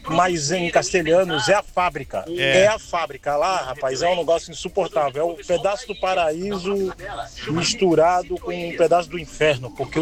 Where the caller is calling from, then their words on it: São Vicente, São Paulo, Brazil; de São Vicente, Baixada Santista.